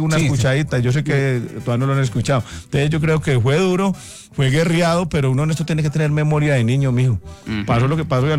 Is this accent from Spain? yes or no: no; Colombia; yo crecí en la calle, yo soy hijo del ICBF colombiano